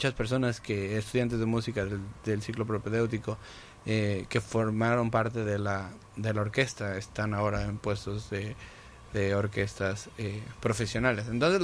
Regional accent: Mexico; now in Pittsburgh, United States; para mí como mexicano

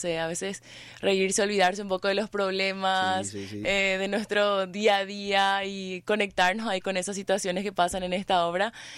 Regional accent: Santa Rita, Alto Paraná, Paraguay; moved away as an adult; now in Asunción, Paraguay; Yo soy oriunda de Santa Rita y hace como 3 años vine a Asunción

